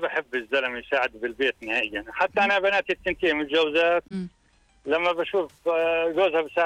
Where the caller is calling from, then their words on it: Jordan; يعني المرة عندنا بالأردن